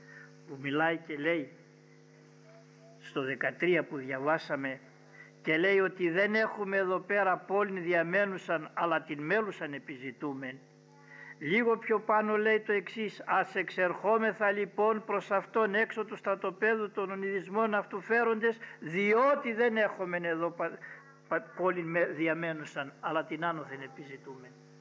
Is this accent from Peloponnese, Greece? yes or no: no; Volos, Thessaly, Greece; born there; Όταν ήμουν μικρός νεαρός μάλλον, στο Βόλο